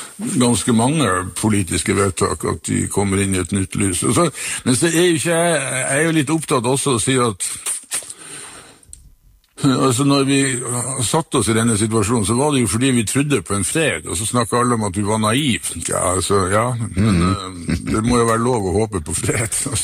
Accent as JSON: {"language": "Norwegian", "region": "Northern Norway", "country": "Norway", "said": "Så det kan jo være håpet at vi som nordlendinger klarer å overbevise verden om at det er faktisk her oppe det flotteste del av verden befinner seg."}